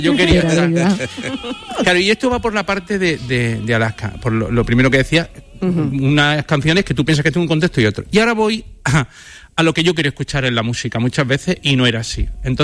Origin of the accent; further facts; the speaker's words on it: Granada, Andalusia, Spain; Hacia la Torre de la Vela, que yo soy de Granada.